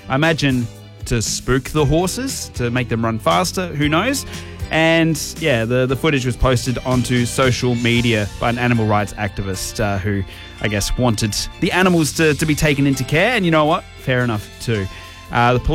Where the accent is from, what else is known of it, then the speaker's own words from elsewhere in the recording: Australia; Guns aren't my forte. I'm an Australian.